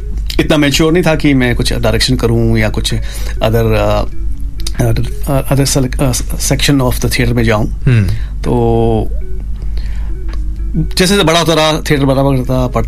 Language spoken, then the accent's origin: Hindi; Udaipur, Rajasthan, India